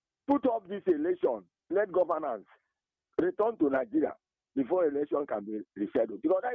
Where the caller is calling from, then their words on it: Kosovo; I'm calling you from Kosovo.